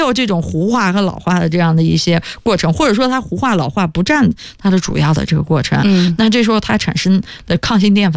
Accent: China; 他们这种思维方式和我们中国人思维方式不一样

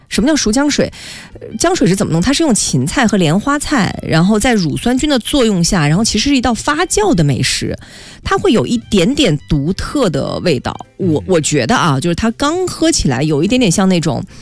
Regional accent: Lanzhou, Gansu, China; 就我们兰州人叫炝一下，

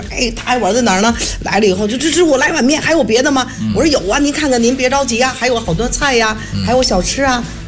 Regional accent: Beijing, China

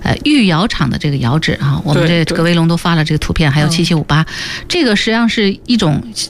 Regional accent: Fujian, China; 因为我是福建人，你知道吧？

